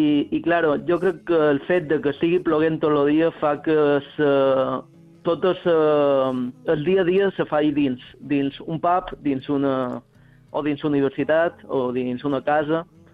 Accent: Marratxí, Balearic Islands, Spain; now in Limerick, Ireland; Jo som de Marratxí.

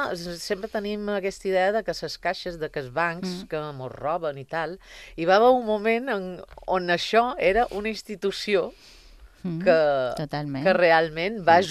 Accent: Balearic Islands, Spain; com a mallorquina

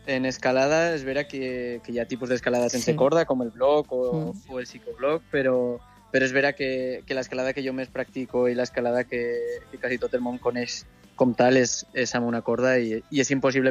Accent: Jaca, Aragon, Spain

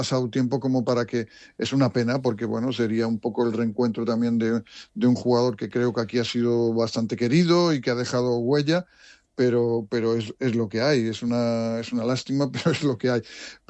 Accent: Vigo, Galicia, Spain; yo soy de Vigo

